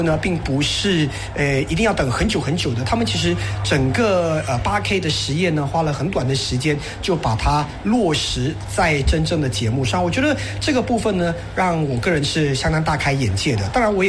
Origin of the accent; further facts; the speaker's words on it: Malaysia; 我们作为马来西亚人，我们常说哎呀多语言的环境就是我们的骄傲